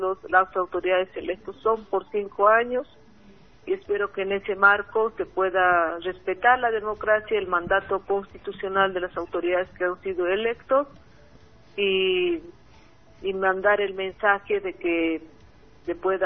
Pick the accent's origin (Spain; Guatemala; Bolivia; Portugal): Bolivia; Chuquisaca; Yo, como chuquisaqueña